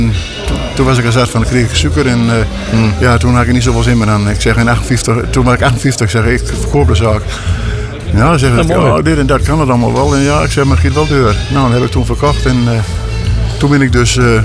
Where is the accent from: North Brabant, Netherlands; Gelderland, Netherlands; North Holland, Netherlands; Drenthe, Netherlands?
Drenthe, Netherlands; Grollo; born there; Ja, ik ben in 1945 geboren in Grollo. Mijn vader die had een... mijn vader en moeder die had een smederij.